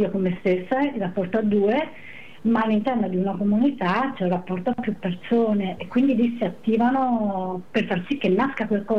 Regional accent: Tuscany, Italy; moved away as an adult; now in Ferrara, Italy; io non sono ferrarese, io vengo dalla Toscana, della provincia di Pistoia. E lì dove vivevo, dove sono diventata mamma e dove avevo l'attività

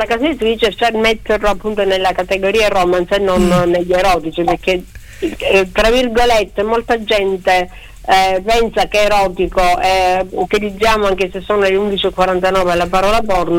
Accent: Sicily, Italy; Io sono siciliana, vengo da una tradizione familiare molto, sai

